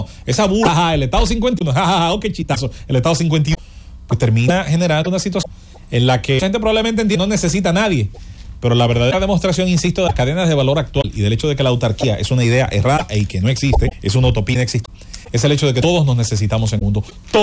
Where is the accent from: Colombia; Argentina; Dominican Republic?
Dominican Republic; yo, como dominicano